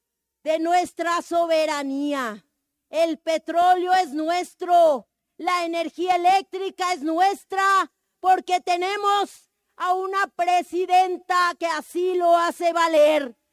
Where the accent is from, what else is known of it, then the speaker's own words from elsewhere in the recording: State of Mexico, Mexico; Venimos del oriente del Valle de México, de donde se renueva el fuego cada 52 años, para decirle a nuestro movimiento que aquí estamos.